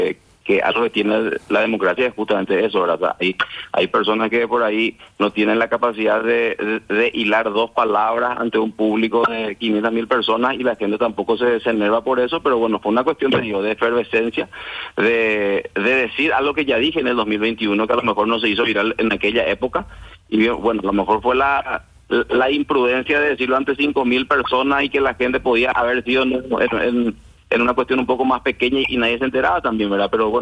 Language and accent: Spanish; Paraguay; Nosotros creo que si algo tenemos que entender nosotros como paraguayos primero